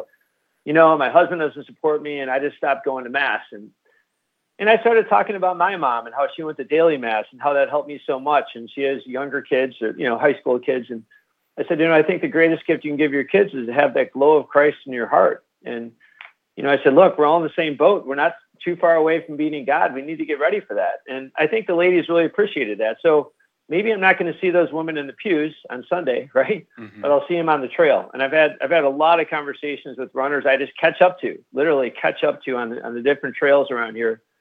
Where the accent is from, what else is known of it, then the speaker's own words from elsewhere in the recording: Michigan, United States; What I like about Chicago is I'm from Michigan. I'm from the Midwest.